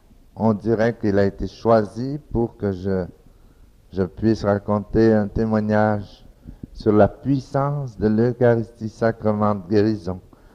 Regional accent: Dominican Republic

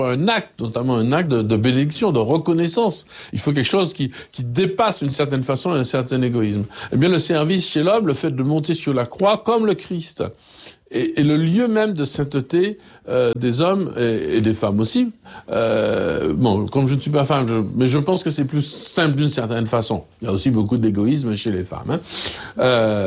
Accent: Martinique, France; Ce que je dis là, c'est pas en tant que Martiniquais seulement. C'est pour tous les peuples.

